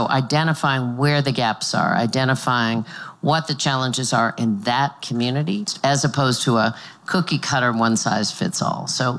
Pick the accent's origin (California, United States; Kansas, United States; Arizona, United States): Kansas, United States; my home state is Kansas. We both have significant rural areas in our states.